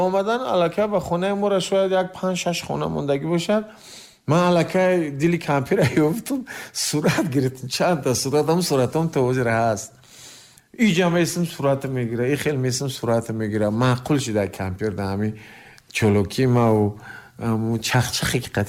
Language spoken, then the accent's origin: Tajik; Navobod, Khatlon, Tajikistan; moved away; Тахминан қишлоқи мо Навобод ном дорад.